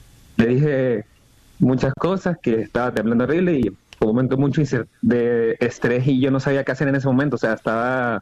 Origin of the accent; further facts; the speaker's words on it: Socopó, Barinas, Venezuela; now in Caracas, Venezuela; yo soy de un pueblo que se llama Socopón. Yo no soy de Caracas, yo vine acá